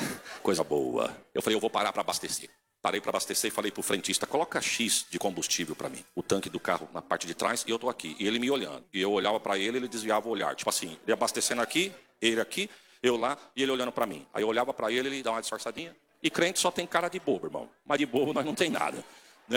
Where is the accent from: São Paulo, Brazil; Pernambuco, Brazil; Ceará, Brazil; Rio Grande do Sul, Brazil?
São Paulo, Brazil; Catanduva; Eu falei, não, eu sou de Catanduva.